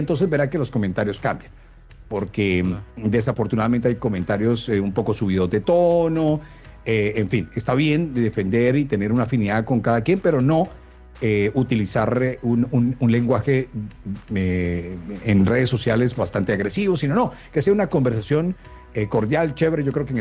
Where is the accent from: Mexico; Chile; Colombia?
Colombia; Barranquilla, Atlántico; me siento orgulloso de ser caribeño, me siento orgulloso de mi Carnaval de Barranquilla